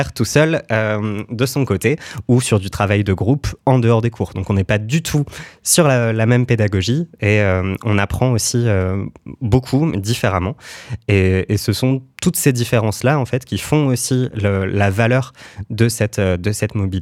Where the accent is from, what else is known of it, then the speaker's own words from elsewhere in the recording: France; chez nous en France